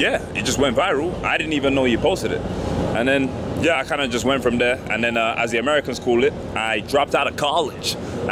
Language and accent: English; London, United Kingdom; we're here from London, man, you know.